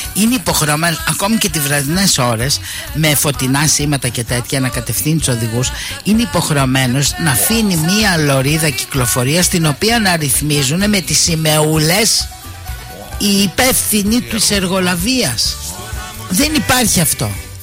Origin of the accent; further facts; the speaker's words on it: Larissa, Thessaly, Greece; εγώ να σου πω από εκεί που κατάγομαι, από τη Φιλιππούπολη.